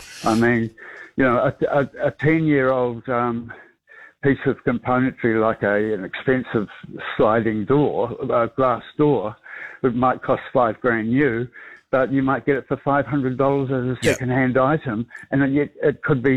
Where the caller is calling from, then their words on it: New Zealand; Because being a Kiwi